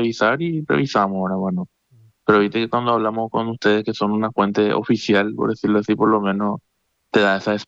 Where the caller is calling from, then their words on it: Limpio, Central, Paraguay; yo soy de Limpio